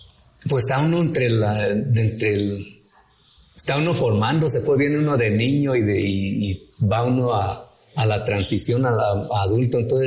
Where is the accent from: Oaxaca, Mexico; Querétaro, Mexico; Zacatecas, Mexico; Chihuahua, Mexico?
Oaxaca, Mexico; born there; moved away; donde tomaba el carro para mi pueblo.